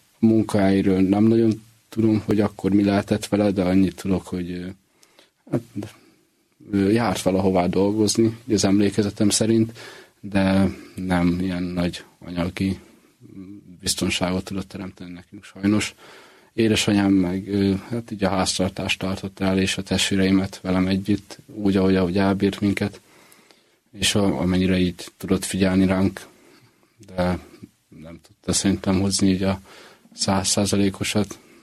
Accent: Budapest, Hungary; Hát Budapesten születtem, a 8. kerületben 2006-ban, 4. 15-én áprilisban.

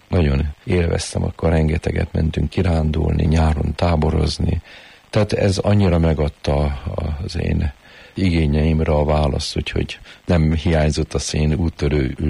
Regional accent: Budapest, Hungary; Várban nőttünk föl. Most a vár az egy akkora nagy játszótér

